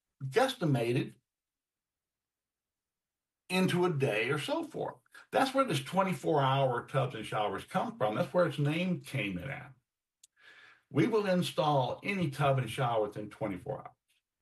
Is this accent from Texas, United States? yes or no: yes; Texas, United States; moved away; Heck, when I grew up in Texas, they told us very simple.